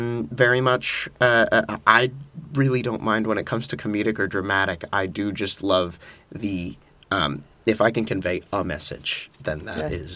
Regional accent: Santa Barbara, California, United States; moved away; I am from Santa Barbara, California.

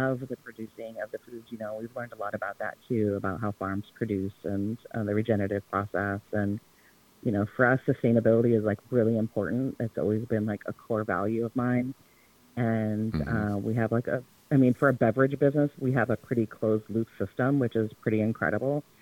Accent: Bay Area, California, United States; moved away; I'm originally from the Bay Area

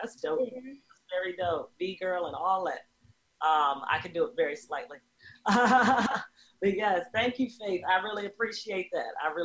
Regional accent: Baltimore, Maryland, United States; I am in Baltimore, Maryland, in East Baltimore. I'm from West Baltimore.

